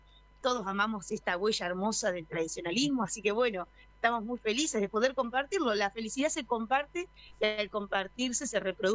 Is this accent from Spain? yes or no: no; Ayacucho, Buenos Aires Province, Argentina; now in Buenos Aires, Argentina; Mi terruño Ayacucho, el pago en el que he nacido.